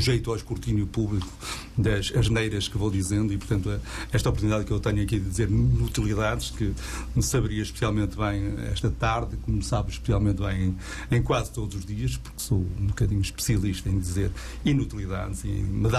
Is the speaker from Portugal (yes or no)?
yes; Matosinhos, Norte, Portugal; born there; also born or lived in Mondego; eu nasci ao pé da água, nasci em Matosinhos, né? Depois desloquei-me para o Mondego